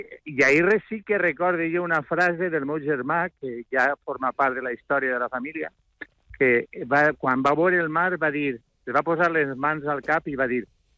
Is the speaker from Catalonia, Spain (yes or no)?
no; Cocentaina, Valencian Community, Spain; Jo sóc de Cocentaina, sóc de terra endins, de les comarques centrals